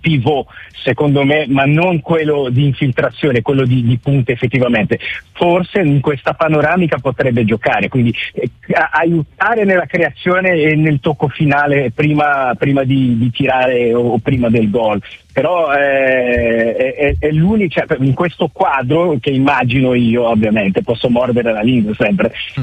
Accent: Brazil; now in Italy

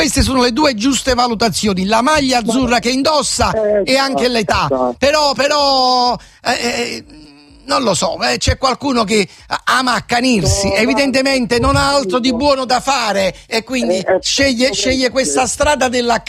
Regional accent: Campania, Italy; Ma poi per ma io poi una cosa che proprio mi lascia senza parole, da napoletano

